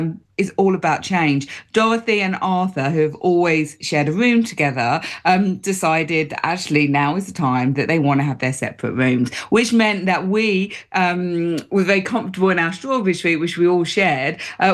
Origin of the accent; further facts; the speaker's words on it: United Kingdom; We're British, and we just love to start every conversation off about the weather.